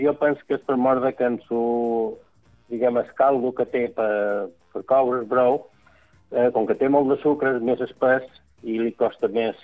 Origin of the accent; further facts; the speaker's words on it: Santa Eulària des Riu, Balearic Islands, Spain; Som de Sant Eulari, no som de Sant Joan.